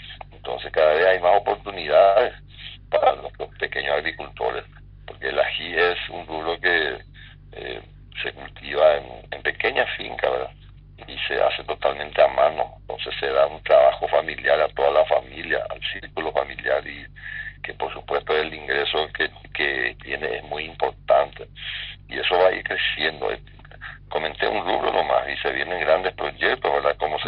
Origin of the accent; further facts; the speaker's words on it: Paraguay; como paraguayo, como patriota